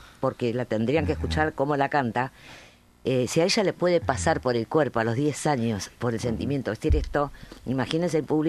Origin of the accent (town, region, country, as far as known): Argentina